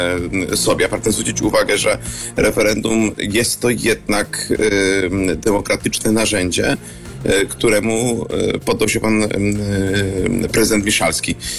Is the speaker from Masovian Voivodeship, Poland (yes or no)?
no; Kraków, Lesser Poland, Poland; tylko ja jestem Krakusem i dla mnie najważniejszy jest Kraków. Ja mówię o Krakowie, bo tutaj teraz się ważą losy Krakowa i to, co się stanie z moim miastem.